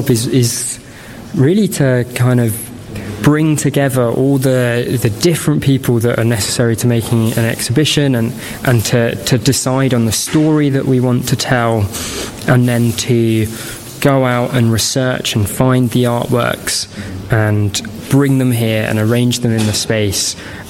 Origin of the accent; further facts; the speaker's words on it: Cambridge, East of England, United Kingdom; I grew up in Cambridge